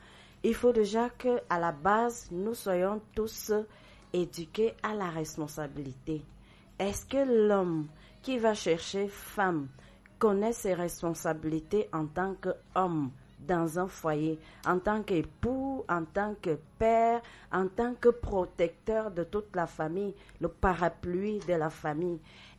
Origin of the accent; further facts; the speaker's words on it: Centre, Cameroon; chez moi à Meyete. Meyete, c'est un petit village de l'arrondissement de Lembeyezou.